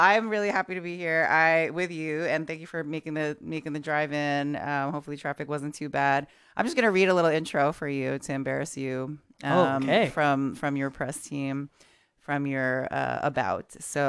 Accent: Jackson Heights, New York, United States; But I grew up in Jackson Heights.

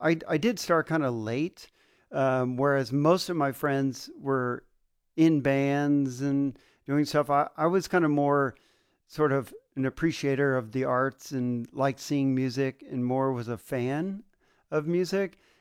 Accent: California, United States; Yeah, I'm basically from the Bay Area, San Francisco, Palo Alto, Santa Cruz, Redwood City.

